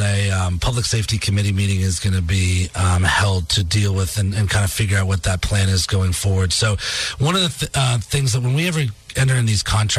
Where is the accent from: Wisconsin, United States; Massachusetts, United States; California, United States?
Massachusetts, United States; I grew up in Northeast Massachusetts and grew up going to Maine.